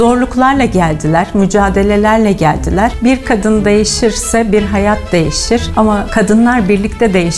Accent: Kayseri, Turkey; Kayserliyim. Evli ve iki çocuk annesiyim.

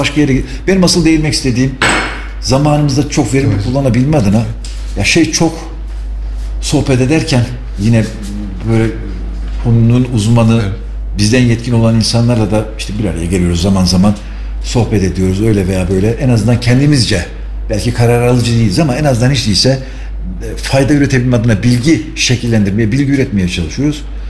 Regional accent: Felahiye, Kayseri, Turkey

